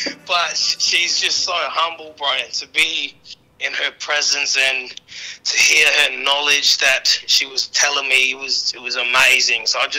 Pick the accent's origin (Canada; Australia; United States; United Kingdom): Australia; Northern Territory; Yeah, so I'm up in Darwin, NT. My mob is based out of Litchfield, and I'm a proud Murrunungu man.